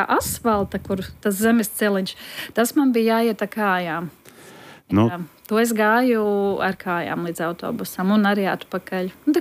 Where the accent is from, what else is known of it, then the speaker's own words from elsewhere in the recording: Vidzeme, Latvia; also born or lived in Riga; Es piedzimu Rīgā, bet uzaugu Vidzemē